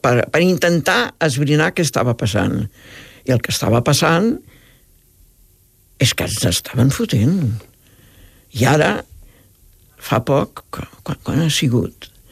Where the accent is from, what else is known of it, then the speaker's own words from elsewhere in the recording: France; jo vinc d'una família il·lustrada, en aquell moment era París, era França, jo vinc de França